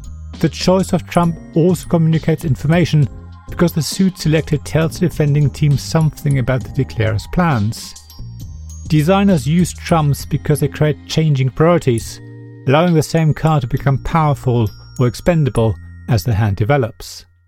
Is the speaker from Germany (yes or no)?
yes; Germany; mine was shaped by growing up in Germany, playing Skat and, especially, Doppelkopf.